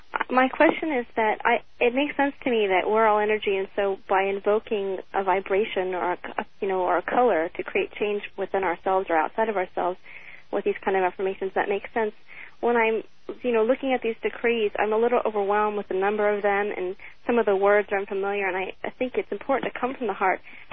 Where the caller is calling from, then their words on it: Los Angeles, California, United States; I'm calling from West L.A.